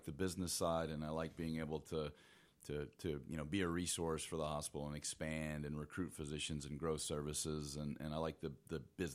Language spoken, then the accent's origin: English; Winter Haven, Florida, United States; born there; moved away as an adult; also born or lived in Connecticut / North Carolina / Chattanooga, Tennessee; When I was about 10, they decided that they hated the cold, and so we moved to Winter Haven, Florida, outside Orlando. So that's where I ended up going to high school